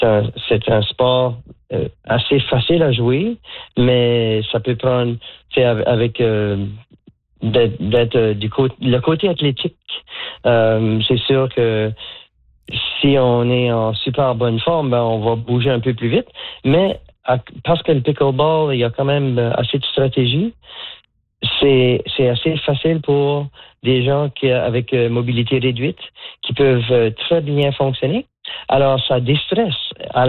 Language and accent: French; Moncton, New Brunswick, Canada; first language French; moved away as an adult; now in Nova Scotia, Canada; je suis originaire de Moncton, puis j'ai travaillé presque exclusivement en anglais depuis que je suis en Nouvelle-Écosse. Ça fait presque 40 ans. Alors, moi, ma vie, ça se passe en français. On ne parle qu'en français à la maison.